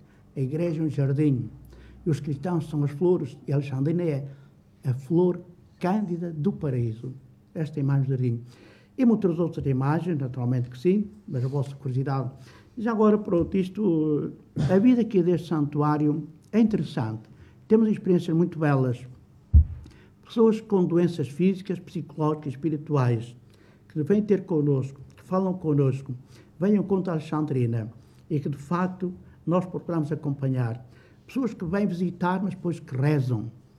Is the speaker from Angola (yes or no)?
no; Aveiro, Centro, Portugal; sou de Aveiro, sou de Bugado